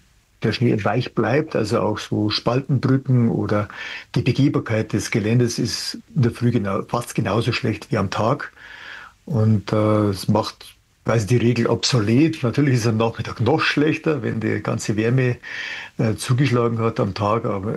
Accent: Bavaria, Germany; Und in den Voralpen, so in meiner Heimat, Berchtesgadener Berge, da wird momentan schon das Wasser mit Hubschraubern auf die Hütten geflogen

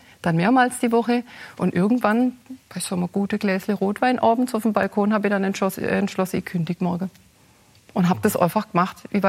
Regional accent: Baden-Württemberg, Germany; accent: Swabian

